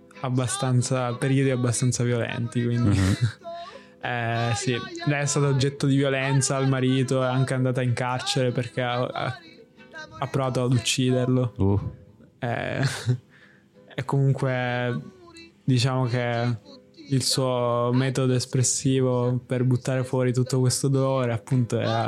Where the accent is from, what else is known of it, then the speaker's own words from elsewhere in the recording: Sicily, Italy; moved away; perché appunto è nato nella mia città natale.